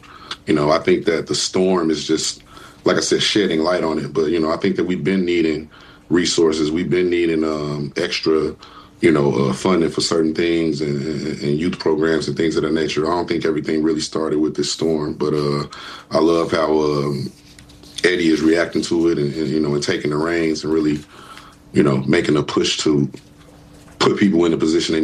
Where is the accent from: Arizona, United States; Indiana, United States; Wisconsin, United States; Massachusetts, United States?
Indiana, United States; Gary; born or raised there